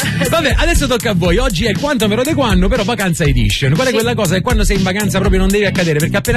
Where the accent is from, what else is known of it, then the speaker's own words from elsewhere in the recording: Sicily, Italy; dalle mie parti in Sicilia